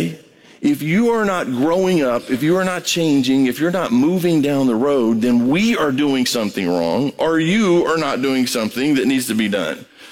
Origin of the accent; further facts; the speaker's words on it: Brazil; I grew up in Brazil, so that's coffee